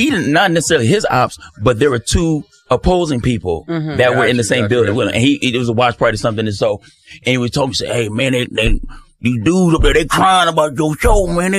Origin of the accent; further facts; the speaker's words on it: Los Angeles, California, United States; LA. I'm from South Central LA.